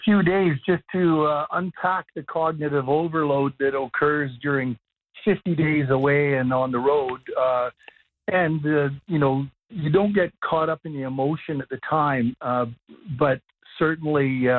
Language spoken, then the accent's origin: English; Cranbrook, British Columbia, Canada; I grew up in Cranbrook